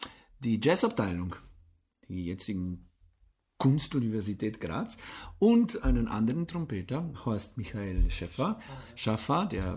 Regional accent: Radlje ob Dravi, Slovenia; also born or lived in Paris, France; Ja, also ich komme aus Radli. Dann habe ich meine Mittelmusikschule in Maribor gemac

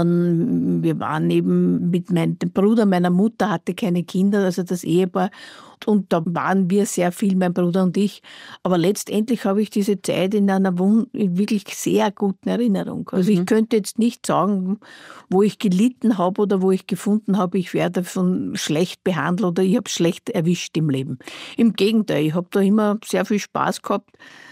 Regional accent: Vienna, Austria; ich bin ja im alten Floridsdorf aufgewachsen. Ich bin ganz, ganz in der Nähe vom Spitz aufgewachsen, in einem Altbauhaus.

